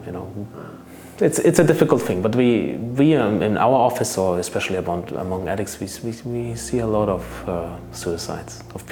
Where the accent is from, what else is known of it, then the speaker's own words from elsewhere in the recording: Germany; now in Lithuania; What struck me when I came to from Germany to Lithuania, that every family in Lithuania seems to have an addicted member in the family.